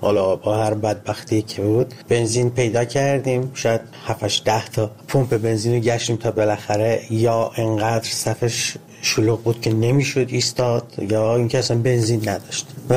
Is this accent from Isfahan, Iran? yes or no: no; Ahvaz, Khuzestan, Iran; من کودکیمو توی جنگ گذروندم، اهواز، و در تمام طول 8 سال جنگ من با این سیر افزایشی بمباران‌ها بزرگ می شدم.